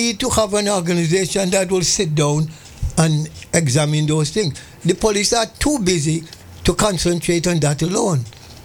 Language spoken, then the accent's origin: English; Liberta, Saint Paul, Antigua & Barbuda; I'm from Liberta, right?